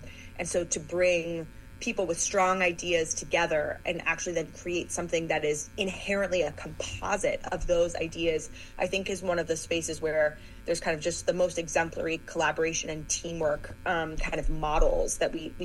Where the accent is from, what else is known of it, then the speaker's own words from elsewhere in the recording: Michigan, United States; I grew up in Michigan